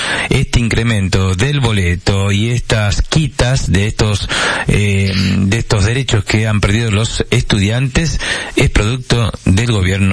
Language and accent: Spanish; Salta, Argentina; Bueno, somos de Salta, ¿no? Salta Capital.